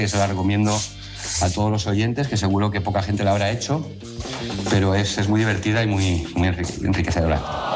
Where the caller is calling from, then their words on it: San Sebastián de los Reyes, Community of Madrid, Spain; Madrid, muy cerquita de vuestro estudio, en Sanse.